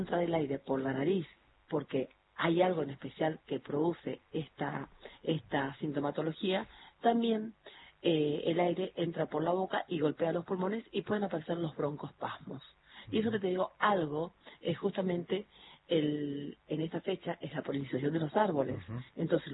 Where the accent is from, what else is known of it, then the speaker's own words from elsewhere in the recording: Bellavista, Corrientes, Argentina; now in Buenos Aires, Argentina; En realidad es ciudad, yo le digo pueblo, pero es ciudad. Yo estoy en Bellavista, Corrientes, ocasionalmente, pero Trabajo en Buenos Aires, obvio.